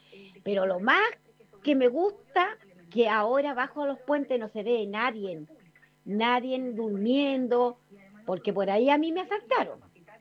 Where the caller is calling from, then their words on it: Valparaíso, Chile; yo soy de acá de Valparaíso. Trabajo para Viña